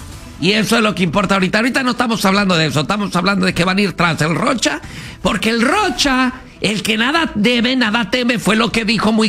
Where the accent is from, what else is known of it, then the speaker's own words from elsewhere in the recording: Michoacán, Mexico; yo soy una michoacana con mucho parentesco de Sinaloa